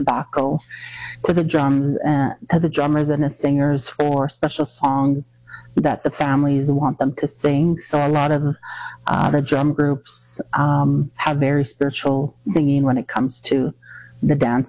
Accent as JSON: {"language": "English", "town": "Nelson House", "region": "Manitoba", "country": "Canada", "said": "I come from Treaty 5. My reserve is Nisitchewasik, Nelson House in northern Manitoba."}